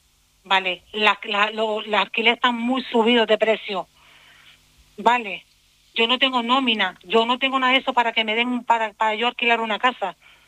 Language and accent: Spanish; Canary Islands, Spain; den un techo digno como todo español y como todo canario y como todo que somos.